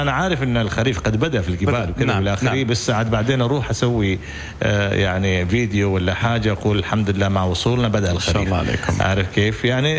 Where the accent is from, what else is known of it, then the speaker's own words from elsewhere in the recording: Muscat, Muscat Governorate, Oman; الجو يكون حار عندنا في مسقط